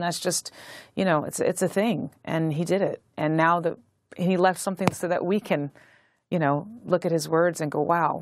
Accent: North Carolina, United States; Yeah, I'm from North Carolina, from a mixed family, mixed black and white.

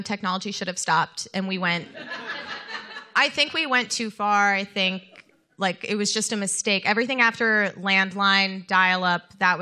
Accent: New Jersey, United States; I'm from New Jersey, and you cannot get directly to New Jersey on the Retro Metro.

